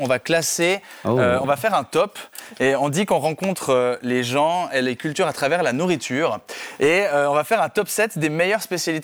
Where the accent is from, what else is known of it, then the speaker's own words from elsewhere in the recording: Romandy, Switzerland; Parce que nous, on a un rapport particulier avec la France.